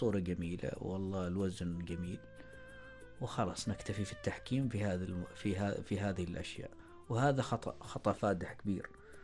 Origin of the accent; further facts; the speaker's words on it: Oman; عندنا في عمان